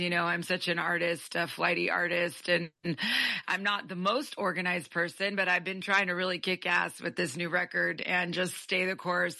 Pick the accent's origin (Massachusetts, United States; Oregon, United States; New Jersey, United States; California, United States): California, United States; Los Angeles; moved away as an adult; also born or lived in Orlando, Florida / Austin, Texas; now in Door County and Nashville, United States; Well, I'm from Los Angeles, actually, originally born and raised